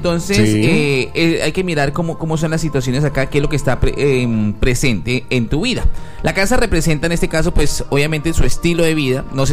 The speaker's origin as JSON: {"language": "Spanish", "town": "Barranquilla", "region": "Atlántico", "country": "Colombia", "said": "soy de Barranquilla, ¿no?"}